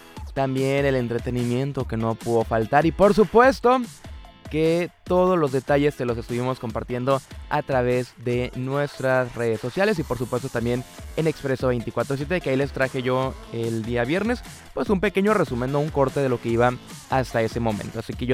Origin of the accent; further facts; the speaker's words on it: Mexico; A nosotros como mexicanos siempre nos ha gustado celebrar.